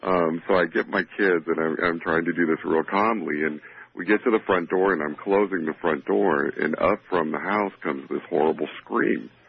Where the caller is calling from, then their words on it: Union, Missouri, United States; I'm from Union, Missouri.